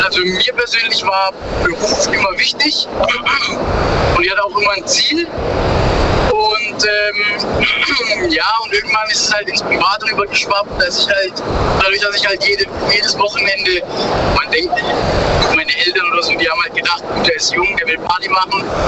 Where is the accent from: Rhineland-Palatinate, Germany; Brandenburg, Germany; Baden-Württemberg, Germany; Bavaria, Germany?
Baden-Württemberg, Germany; Ich komme aus der Nähe von Pforzheim, Karlsruhe, da die Gegend.